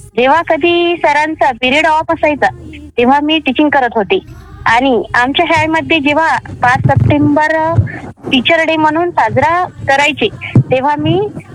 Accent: Pardi Asra, Maharashtra, India; also born or lived in Sukli; माझं गाव सुकळी आहे, तालुका जिल्हा वाशिम आहे. वाशिम वरून 20 किलोमीटर अंतर माझं गाव आहे. तसेच माझे माहेर पारडी आसरा आहे.

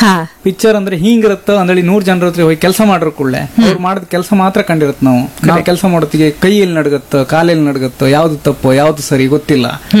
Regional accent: Kundapura, Karnataka, India; ನಾನು ಕೂಡ ಇದೇ ಕುಂದಾಪುರದ ಹುಟ್ಟಿ ಬೆಳೆದವನು

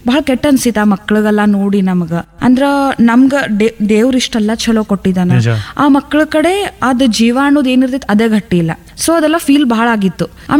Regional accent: Belagavi, Karnataka, India; also born or lived in Gokak; ನಂದು ಹುಟ್ಟೂರು ಬಂದು ಗೋಕಾಕ್ ರೀ, ಇಲ್ಲೇ ಬೆಳಗಾವ್ ಜಿಲ್ಲಾ. ಆಮೇಲೆ ನಂದು ಬಾಲ್ಯ ಅನ್ನೋದೆಲ್ಲ ಬೆಳಗಾವ್ ಒಳಗನೇ ಆಯಿತು.

